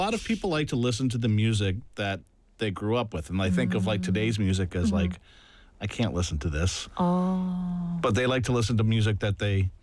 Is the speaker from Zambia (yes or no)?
no; Canada; moved away; I grew up in Canada